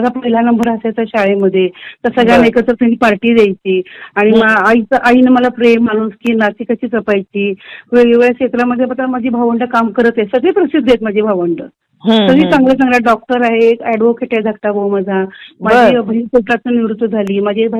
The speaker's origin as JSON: {"language": "Marathi", "town": "Aundh", "region": "Maharashtra", "country": "India", "tie": "born there", "also_born_or_lived": "Pune", "said": "माझा जन्म सातारा जिल्ह्यातील औंध झाला."}